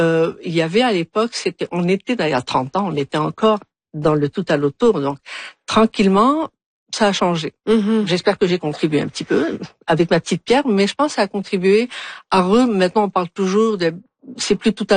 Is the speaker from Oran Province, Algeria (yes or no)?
no; Algiers, Algiers Province, Algeria; je suis vraiment native d'Alger.